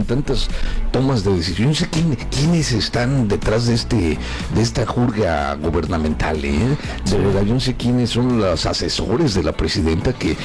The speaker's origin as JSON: {"language": "Spanish", "country": "Mexico", "said": "ya cada vez somos menos los mexicanos en Estados Unidos"}